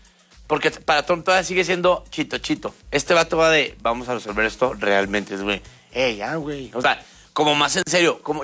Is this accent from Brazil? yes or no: no; Mexico